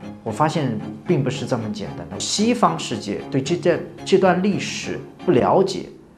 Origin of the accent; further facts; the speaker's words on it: China; 我们中国人能知道这个纳粹德国对整个犹太人做了什么？